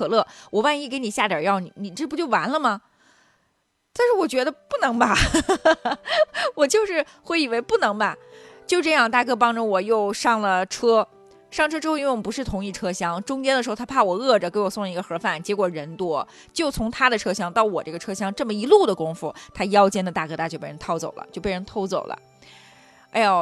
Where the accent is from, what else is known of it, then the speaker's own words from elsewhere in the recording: Northeast China, China; 我们都是东北的